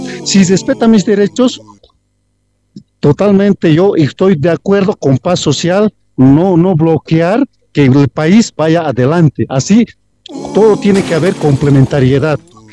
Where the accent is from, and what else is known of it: Bolivia